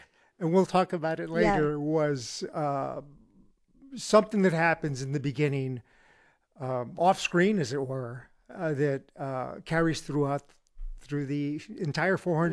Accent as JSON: {"language": "English", "town": "Laredo", "region": "Texas", "country": "United States", "tie": "born or raised there", "said": "I grew up in Laredo."}